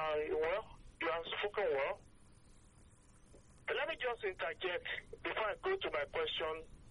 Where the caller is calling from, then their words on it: Lagos, Nigeria; I'm calling from Fagba this morning.